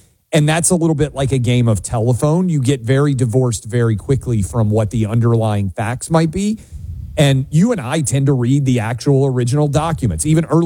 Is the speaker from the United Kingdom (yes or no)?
no; Tennessee, United States; the failure of my home state of Tennessee to execute a woman on death row correctly